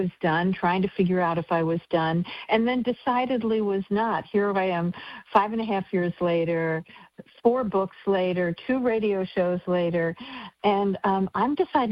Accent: Long Island, New York, United States; now in Sarasota, United States; I grew up in Long Island, New York, and that's very much a part of this novel as well. But you're right, I live in Florida now

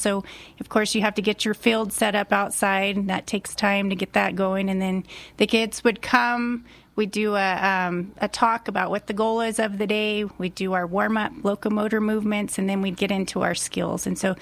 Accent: Truth or Consequences, New Mexico, United States; moved away as an adult; now in Las Cruces, United States; Well, I grew up in Truth or Consequences, very blessed to grow up in a small town

